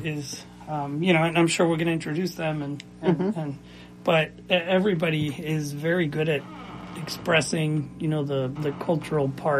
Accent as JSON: {"language": "English", "region": "Lima", "country": "Peru"}